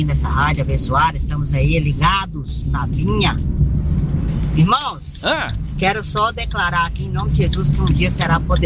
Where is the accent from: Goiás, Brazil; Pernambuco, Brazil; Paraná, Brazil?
Goiás, Brazil; born there; eu sou goiano. Eu nasci em Goiás, então eu sou goiano, mas minha família é do Ceará, né?